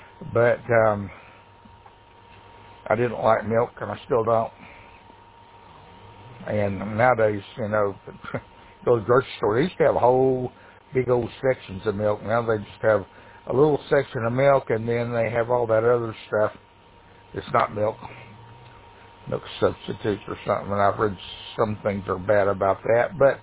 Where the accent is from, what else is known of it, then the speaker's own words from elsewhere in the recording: Tennessee, United States; born there; also born or lived in Chattanooga, Tennessee / Hendersonville, Tennessee; we moved from Chattanooga up to near Nashville, up to Hendersonville, when I was in sixth grade